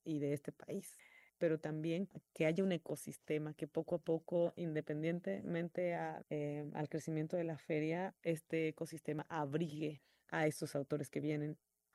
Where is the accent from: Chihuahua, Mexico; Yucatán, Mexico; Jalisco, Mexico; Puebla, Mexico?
Jalisco, Mexico; Muy raro, porque yo soy mexicana y a mí, no, bueno, el mariachi me encanta. O sea, yo soy de Jalisco